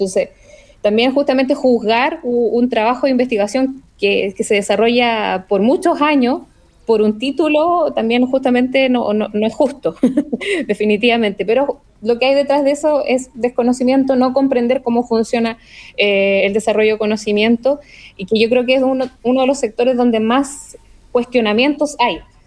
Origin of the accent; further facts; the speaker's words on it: northern Chile, Chile; me fui a estudiar agua porque vengo del norte de Chile.